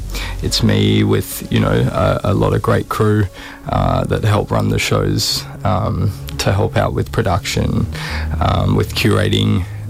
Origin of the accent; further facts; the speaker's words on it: Canberra, Australian Capital Territory, Australia; now in Brisbane, Australia; A great community here in Brisbane too. I came from Canberra, so yeah, the bar was pretty low when I was there.